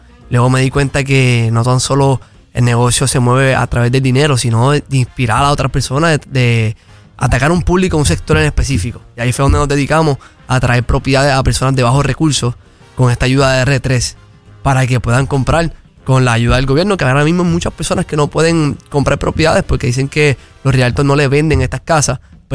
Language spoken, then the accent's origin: Spanish; San Juan, Puerto Rico; Soy de San Juan